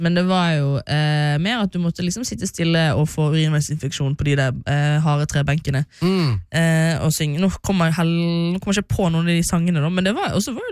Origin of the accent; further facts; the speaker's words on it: Bergen, Vestland, Norway; jeg kommer fra Loddefjord.